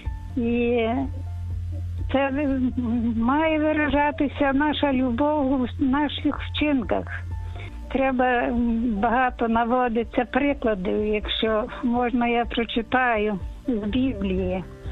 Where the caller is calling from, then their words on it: Chernivtsi, Chernivtsi Oblast, Ukraine; Я з Чернівці